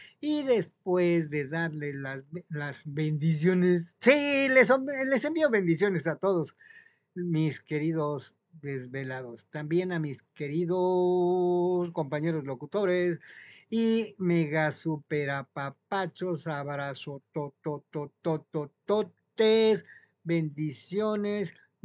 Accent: Mexico; porque soy orgullosamente mexicano.

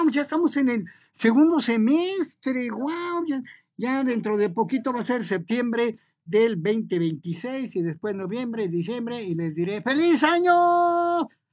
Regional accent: Mexico; Yo en lo particular me siento orgullosamente mexicano, punto. ¿Eso qué quiere decir? Que me siento muy orgulloso de todo mi país, del norte a sur.

